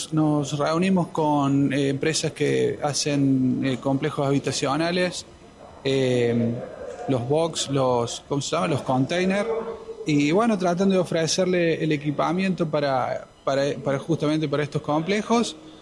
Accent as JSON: {"language": "Spanish", "region": "Córdoba", "country": "Argentina", "said": "vine con mi padre, somos de Córdoba"}